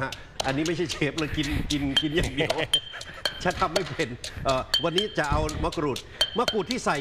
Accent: Northern Thailand, Thailand; ภาคเหนือบ้านผมเนี่ยใช้ทำอะไรรู้ป่ะอาบน้ำ

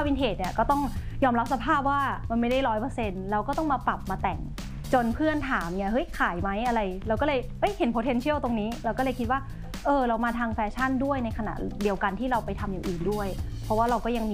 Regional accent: Chiang Mai, Thailand; นี้ในเชียงใหม่ก็จะเป็นย่านวัดเกตนะคะก็เกิดและโตมาที่นี

